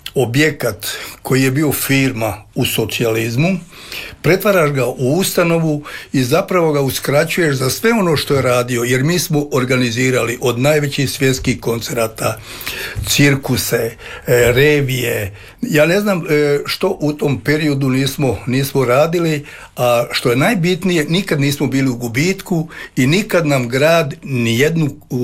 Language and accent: Croatian; Livno, Federation of Bosnia and Herzegovina, Bosnia & Herzegovina; also born or lived in Varaždin; now in Zagreb, Croatia